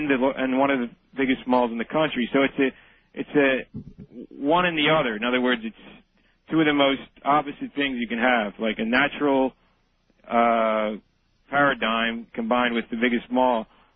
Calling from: King of Prussia, Pennsylvania, United States; And, I'm calling from King of Prussia, Pennsylvania.

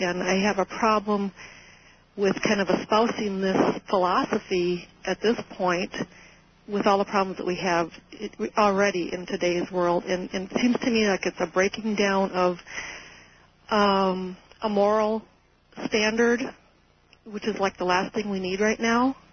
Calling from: Minneapolis, Minnesota, United States; from Minneapolis.

